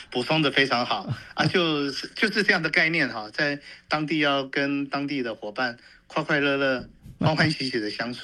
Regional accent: Taiwan; 我们台湾人是说，该什么时候发生什么事情，你要按 SOP 来。

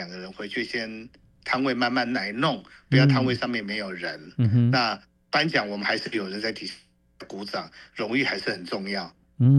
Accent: Taiwan; 我们台湾人是说，该什么时候发生什么事情，你要按 SOP 来。

